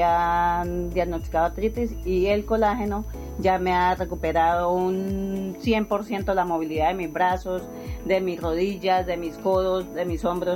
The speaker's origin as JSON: {"language": "Spanish", "town": "Socorro", "region": "Santander", "country": "Colombia", "said": "yo vengo del Socorro, tengo 53 años"}